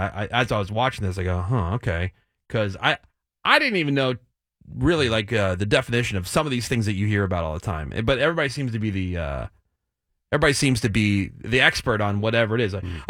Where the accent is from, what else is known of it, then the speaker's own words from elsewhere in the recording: New Jersey, United States; And I grew up in New Jersey